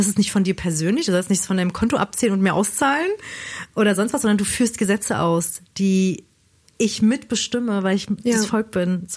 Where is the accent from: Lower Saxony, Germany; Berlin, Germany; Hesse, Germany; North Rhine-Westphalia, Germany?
Berlin, Germany; born there; ich war zwar gebürtige Berlinerin, aber habe halt die Staatsangehörigkeit meiner Eltern bekommen und nicht die des Landes, wo ich geboren bin.